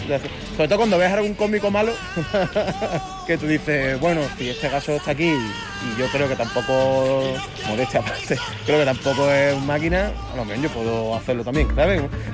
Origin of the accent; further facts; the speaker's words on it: Jerez, Andalusia, Spain; also born or lived in England / China; now in Madrid, Spain; cuando en mis últimos años viviendo en Jerez, yo me fui de Jerez hace un 10 de años, he estado siempre viviendo, pues, viviendo en Inglaterra, en China, en Madrid, donde ahora llevo más tiempo